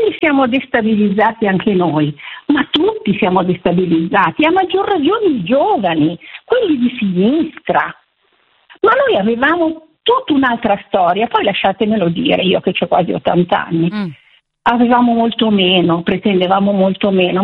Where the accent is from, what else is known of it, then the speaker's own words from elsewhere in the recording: Milan, Lombardy, Italy; moved away; io sono nata e sono vissuta tantissimo tempo a Milano.